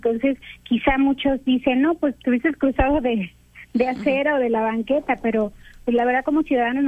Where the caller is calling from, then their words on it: Cuernavaca, Morelos, Mexico; Sí, de aquí de la ciudad de Cuernavaca, de la colonia Lomas de Atzingo.